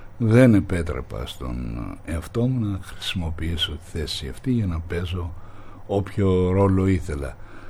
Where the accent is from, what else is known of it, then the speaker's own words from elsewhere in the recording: Crete, Greece; Εγώ είμαι διπλά και τριπλά συγκινημένος που έρχομαι να παίξω στον τόπο μου.